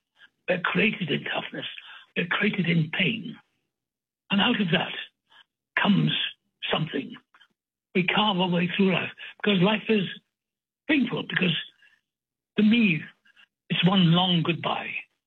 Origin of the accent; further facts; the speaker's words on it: Wales, United Kingdom; now in United States; I'm Welsh, and that's it.